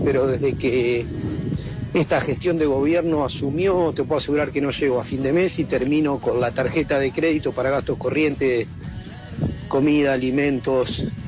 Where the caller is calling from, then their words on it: San Nicolás de los Arroyos, Buenos Aires Province, Argentina; de San Nicolás.